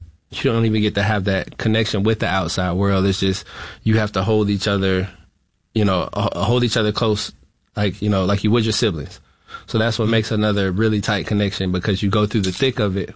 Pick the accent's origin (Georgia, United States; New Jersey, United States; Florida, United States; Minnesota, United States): Florida, United States; born or raised there